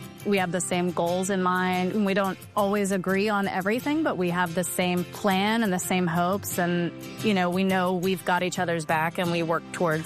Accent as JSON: {"language": "English", "region": "Texas", "country": "United States", "also_born_or_lived": "Louisiana", "said": "And I came from Texas and Louisiana."}